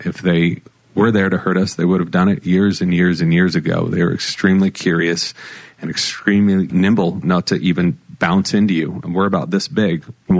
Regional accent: California, United States; I've never seen a dolphin in LA in my whole life. And I grew up in Orange County.

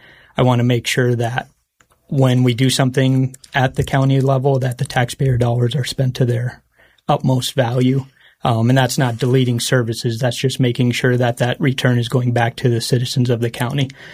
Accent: Carbondale, Colorado, United States; I grew up in Carbondale in the 80s and 90s. And came back here after college

